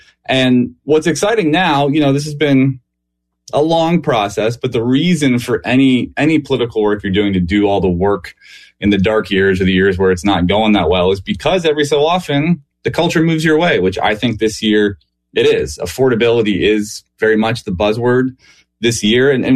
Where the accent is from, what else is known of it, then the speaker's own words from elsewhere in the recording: Pittsburgh, Pennsylvania, United States; I grew up in Pittsburgh, still live here.